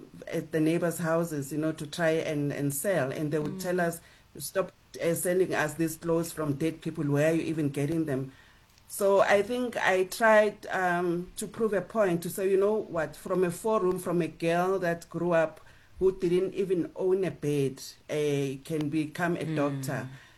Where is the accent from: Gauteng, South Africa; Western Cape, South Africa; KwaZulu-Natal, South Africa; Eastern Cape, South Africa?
Gauteng, South Africa; Soweto; I'm from a family of six, and I grew up in Soweto, and my mother never worked a day, and my dad used to be a truck driver, so he was never home.